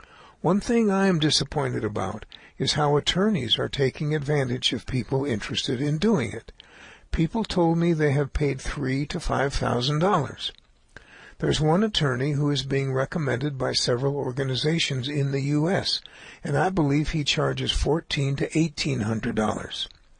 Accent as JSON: {"language": "English", "region": "Minnesota", "country": "United States", "said": "I was from Minnesota."}